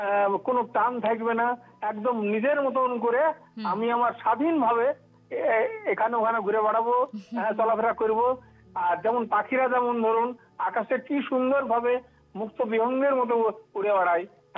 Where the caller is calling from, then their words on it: Baharampur, West Bengal, India; আমি পশ্চিমবঙ্গের মুর্শিদাবাদের বহরমপুর থেকে